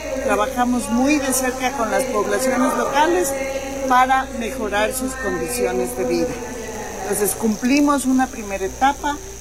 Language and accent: Spanish; Ecuador; Suena un poquito difícil, pero yo soy ecuatoriana.